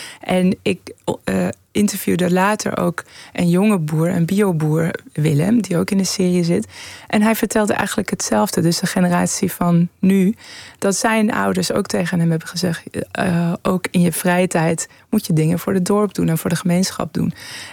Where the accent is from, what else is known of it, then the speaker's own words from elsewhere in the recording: Tehran, Tehran Province, Iran; now in Netherlands; Ik bedoel, wij waren daar naar Nederland gekomen. Ik kwam uit een grote stad. Ik ben opgegroeid in Teheran.